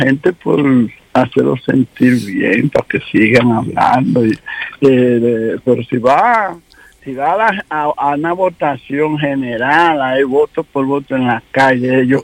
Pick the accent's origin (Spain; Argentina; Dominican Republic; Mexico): Dominican Republic; yo soy un dominicano.